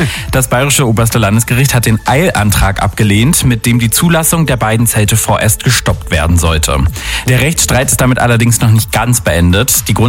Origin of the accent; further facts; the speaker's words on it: Munich, Bavaria, Germany; mehr Wohnraum für uns als Münchner sichern.